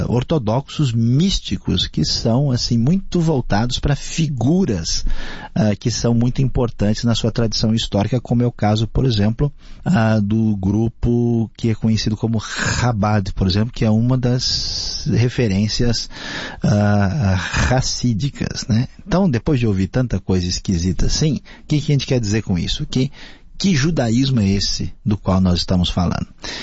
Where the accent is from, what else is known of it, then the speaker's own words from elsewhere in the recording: Brazil; nós brasileiros